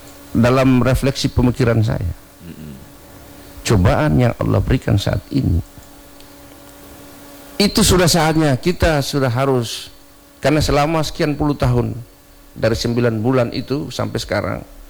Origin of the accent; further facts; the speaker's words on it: North Maluku, Indonesia; moved away; Jadi saya kemarin ke sana, ke Halmahera, ke kampung saya.